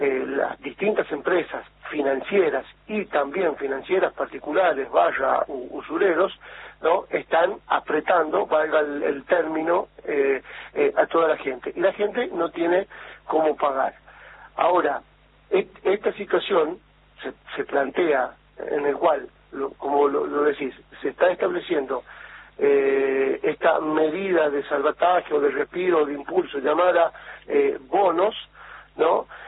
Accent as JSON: {"language": "Spanish", "region": "La Rioja", "country": "Argentina", "said": "Por eso mismo, porque no tenemos los riojanos, hablo como riojano, digamos, por eso digo no tenemos"}